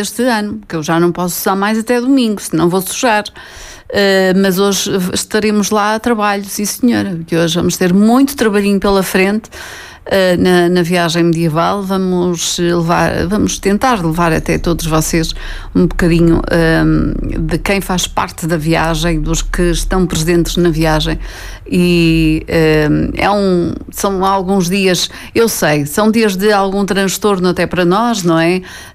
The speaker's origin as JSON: {"language": "Portuguese", "town": "Santa Maria da Feira", "region": "Norte", "country": "Portugal", "said": "sou de Santa Maria da Feira, a cidade da viagem medieval."}